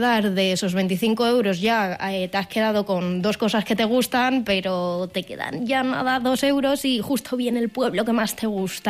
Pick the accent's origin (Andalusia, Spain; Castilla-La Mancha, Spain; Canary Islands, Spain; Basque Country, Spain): Castilla-La Mancha, Spain; Cuenca; yo que soy de aquí, de Cuenca, y he crecido aquí toda la vida